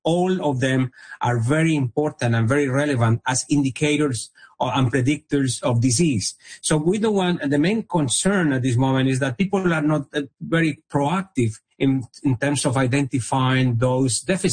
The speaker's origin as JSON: {"language": "English", "region": "Quebec", "country": "Canada", "also_born_or_lived": "Australia", "said": "when I moved from Australia 4 years ago back to Quebec, I was honestly surprised that there was no implementation of iCOPE in Canada."}